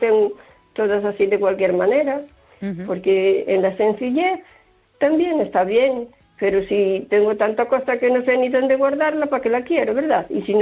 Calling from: O Carballiño, Galicia, Spain; de Carballiño.

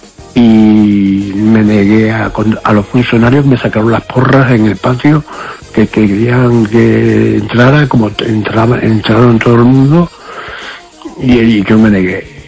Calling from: Lugo, Galicia, Spain; el músico de Lugo … el nihilista.

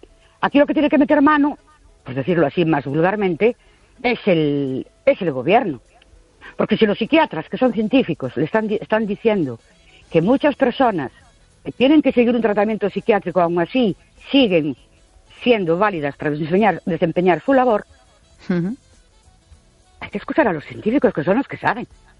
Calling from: Ourense, Galicia, Spain; Buenas noches … de Orense.

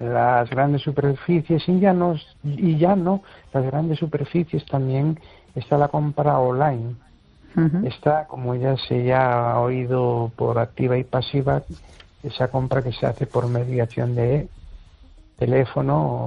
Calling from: Amoeiro, Galicia, Spain; de Un Pueblo de Amoiro

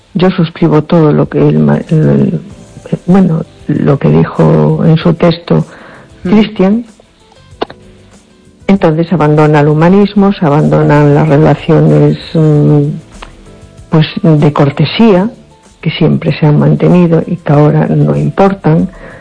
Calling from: A Coruña, Galicia, Spain; de Coruña.

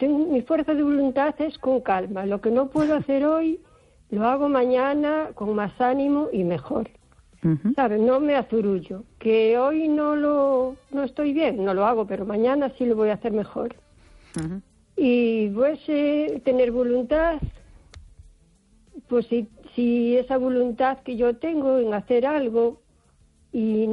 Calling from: O Carballiño, Galicia, Spain; de Carballiño.

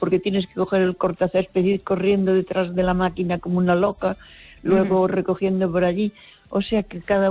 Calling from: Baiona, Galicia, Spain; de Bayona.

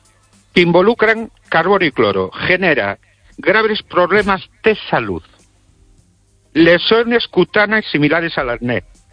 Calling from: Ourense, Galicia, Spain; de Orense.

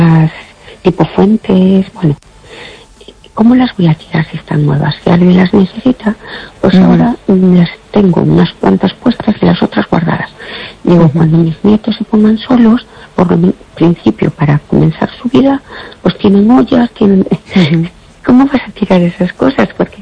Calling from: Fene, Galicia, Spain

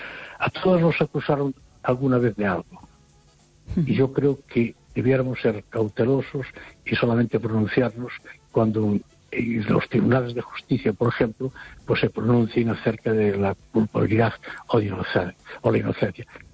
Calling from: Noia, Galicia, Spain

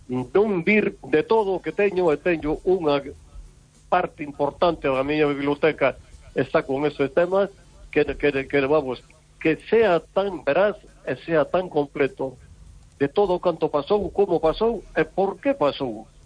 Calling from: Vigo, Galicia, Spain; Sí, vamos a ver

